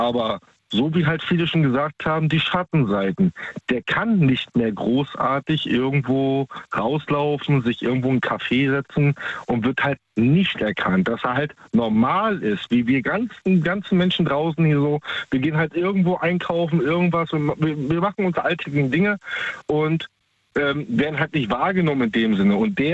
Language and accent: German; Baltic coast, Germany; Ich bin ursprünglich aus der Ostsee, da oben die Ecke, ne? Arbeite aktuell in Baden-Württemberg.